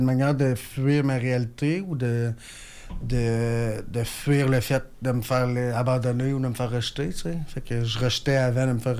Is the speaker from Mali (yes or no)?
no; Quebec City, Quebec, Canada; je disais que j'étais de Québec.